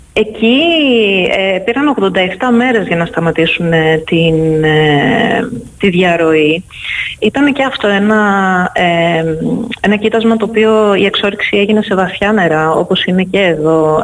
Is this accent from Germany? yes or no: no; Netherlands; Είμαι από την Ολλανδία.